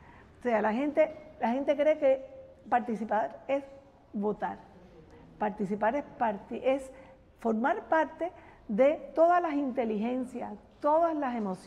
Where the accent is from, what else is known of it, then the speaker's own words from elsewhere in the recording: Cuba; yo como cubana